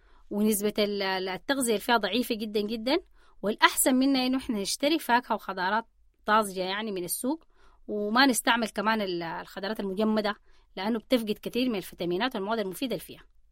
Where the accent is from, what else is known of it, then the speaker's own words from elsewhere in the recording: Sudan; وانت عارفة انه احنا كسودانيين طبعا بنحب اللحمة، بنحب ناكلها في التبيخ في كل نوع خضار